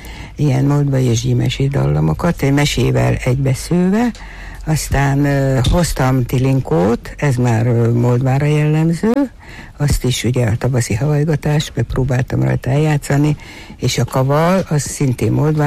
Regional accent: Hungary; és nagyon megtetszett nekem az őszinte szeretetük, meg az, hogy igazán magyar vagyok

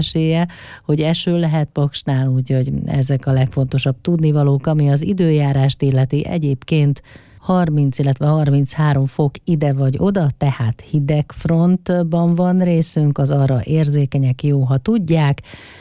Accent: Paks, Tolna, Hungary; paksiként, illetve a Duna két oldalán élőként

